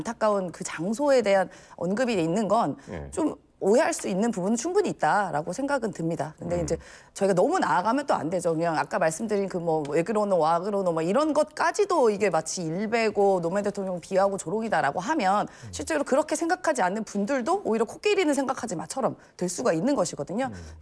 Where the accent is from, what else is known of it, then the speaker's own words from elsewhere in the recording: Seoul, South Korea; 저는 서울 사람이어서 잘 모르지만